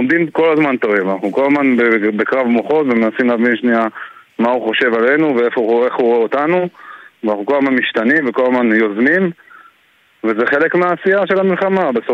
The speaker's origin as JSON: {"language": "Hebrew", "town": "Kiryat Shmona", "region": "Northern District", "country": "Israel", "lives_now": "Kibbutz (Northern District), Israel", "said": "אני במקור מקריית שמונה וגר בקיבוץ הגושם."}